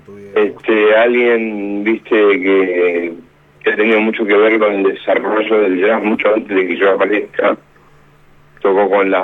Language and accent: Spanish; El Palomar, Buenos Aires Province, Argentina; yo soy oriundo de Palomar, que es un barrio, ciudad, barra barrio del oeste, digamos, Buenos Aires.